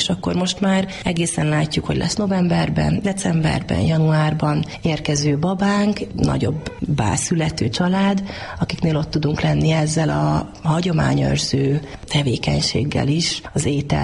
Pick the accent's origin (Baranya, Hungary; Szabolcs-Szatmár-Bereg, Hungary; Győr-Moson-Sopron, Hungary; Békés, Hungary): Békés, Hungary; Gyula; moved away as an adult; also born or lived in Budapest; a gyulai lét, ugye visszaköltözni, de gyula, hiszen én gyulai vagyok, azért az csak az elmúlt 5-6 évben történt meg